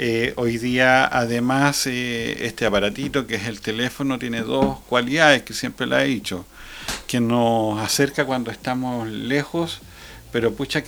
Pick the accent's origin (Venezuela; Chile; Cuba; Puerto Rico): Chile; Santa Cruz, O'Higgins; born there; yo de niño tengo amigos ahí en Paniahue, y cuando iba a jugar ellos siempre decían, no, yo voy a Santa Cruz. Y claro, pues a uno que es de acá le parece raro, siendo que la comuna es la misma.